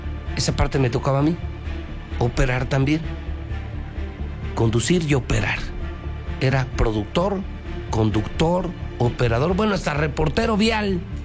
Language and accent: Spanish; Mexico; el nivel de división que hoy vivimos los mexicanos